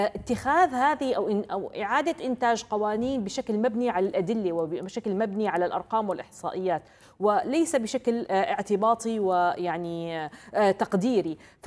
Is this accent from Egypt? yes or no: no; Syria; نحن نريد أن كسوريين